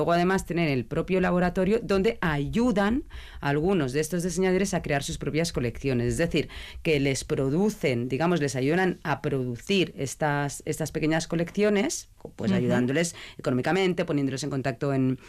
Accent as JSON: {"language": "Spanish", "town": "Barcelona", "region": "Catalonia", "country": "Spain", "tie": "born or raised there", "said": "yo soy de Barcelona"}